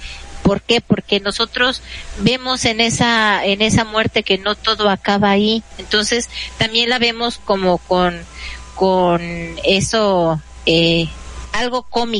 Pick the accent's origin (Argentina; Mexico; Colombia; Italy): Mexico; Yo soy mexicana y yo amo ser mexicana. Yo estoy muy orgullosa de mis raíces, de mis ancestros, de todo lo que he aprendido de esta bella cultura